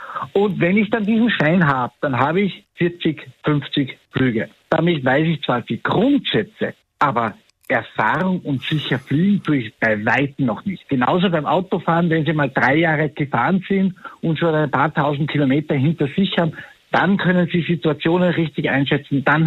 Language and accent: German; Austria; Es sind immer wieder bei uns in Österreich, wo wir oft aber lachen, Leute aus anderen Ländern, die mit Sandalen im schlimmsten Wetter auf den Berg gehen